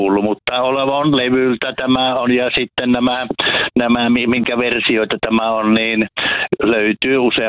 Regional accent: Savo, Finland; Joo, kyllä olen ihan syntyperäinen ja pesun kestävä.

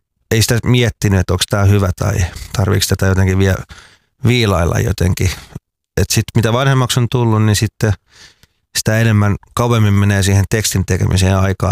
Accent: Hämeenkyrö, Pirkanmaa, Finland; now in Tampere, Finland; ollaanko me sit kuitenkin Hämeenkyröstä sit kuitenkin, vaikka mä koen, että olen tamperelainen, tai sanotaanko, että me ollaan tamperelaistuttu

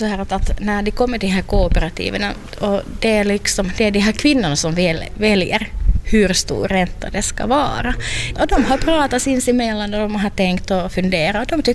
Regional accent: Finland; för att det blev lite sådär högkurs av olika saker som vi finländare ville sen köpa från henne.

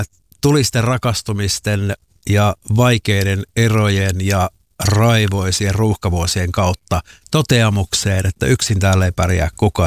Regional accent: Joensuu, North Karelia, Finland; also born or lived in Helsinki / Espoo; now in Turku, Finland; Mä oon siis Joensuusta lähtöisin sieltä Helsinkiin, sieltä Espooseen ja nyt Turkuun

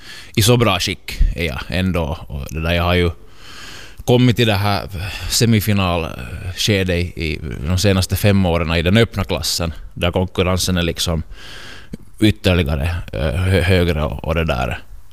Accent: Karis, Uusimaa, Finland; moved away as an adult; Jag är ju född och uppvuxen i Karis

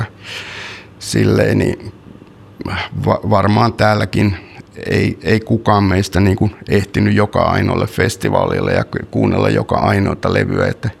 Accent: Suolahti, Central Finland, Finland; Mä oon kotoisin Suolahdesta, Keski-Suomesta.

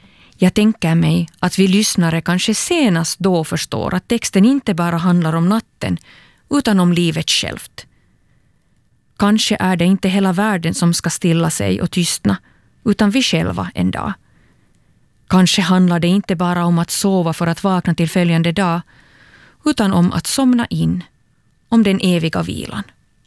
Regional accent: Turku, Southwest Finland, Finland

